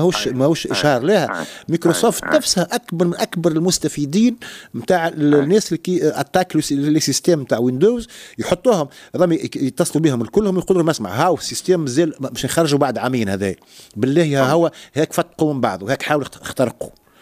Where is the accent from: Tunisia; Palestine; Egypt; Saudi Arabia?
Tunisia; اللي انا تونسي موجود في تونس هنا